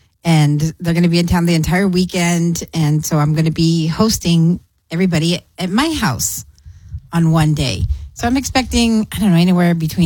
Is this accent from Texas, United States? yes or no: yes; El Paso, Texas, United States; And so I'm a white girl, but I was born and raised here in El Paso. So I'm fully engulfed in the Hispanic and Mexican cultures and food. And that's all I know because I've lived here all my life.